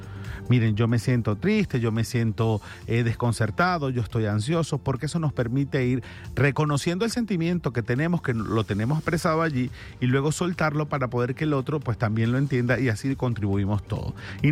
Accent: Maracaibo, Zulia, Venezuela; Yo soy maracucho y en Maracaibo, en condiciones normales, casa donde usted llega, lugar donde usted llega, quieren ponerlo a comer, a tomarse un jugo, a no sé qué, porque en Maracaibo todos somos así.

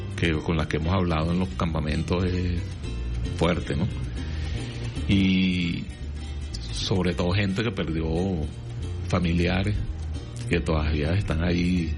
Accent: Cata, Aragua, Venezuela; en mi pueblo, en Cata, la emisora que más escuchaba era Radio Rumbo.

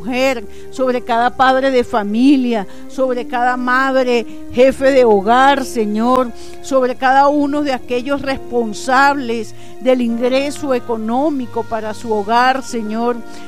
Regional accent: Venezuela; yo soy de las que creo que como venezolanos estamos inclinados hacia el deseo de que nuestra tierra sea bendecida

